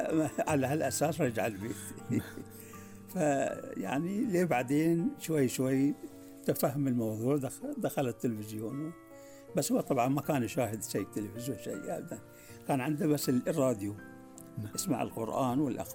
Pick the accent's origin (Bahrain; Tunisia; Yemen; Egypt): Bahrain